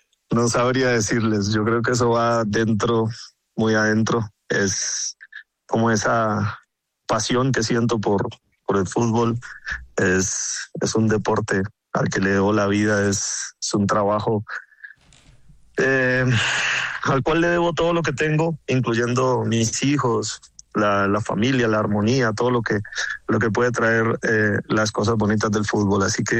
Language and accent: Spanish; Colombia; como colombiano y como jugador de fútbol activo